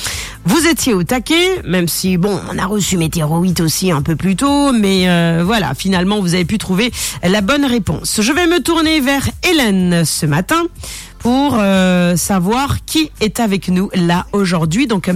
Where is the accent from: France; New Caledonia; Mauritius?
Mauritius; Moi je dis, si ça devait arriver chez nous à Maurice, une chose est sûre, on n'est pas prêt.